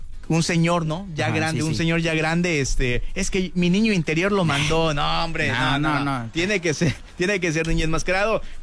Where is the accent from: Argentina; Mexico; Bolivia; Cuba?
Mexico; integrar justamente a los niños a que se empapen de esta cultura que tenemos nosotros como mexicanos.